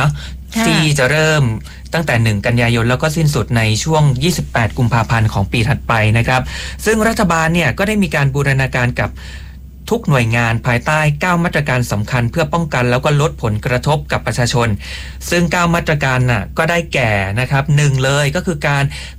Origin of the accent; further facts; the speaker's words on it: Surat Thani, Thailand; คนใต้แต่ว่าเป็นคนสุราษฎร